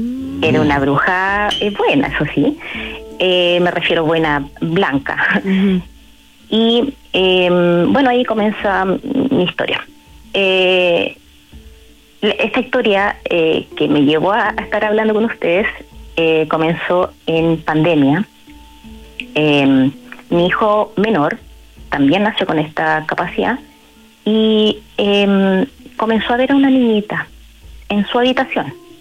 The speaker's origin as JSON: {"language": "Spanish", "town": "Curicó", "region": "Maule", "country": "Chile", "said": "Bueno, yo empezando soy de Curicó."}